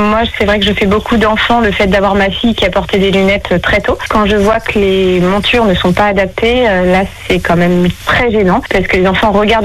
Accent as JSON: {"language": "French", "region": "Pays de la Loire", "country": "France", "tie": "born or raised there", "said": "je suis originaire de Saint-Jean-d'Assier et aussi de Beaumont, que je suis très proche, où j'ai fait toute mon enfance sur Saint-James et sur Beaumont."}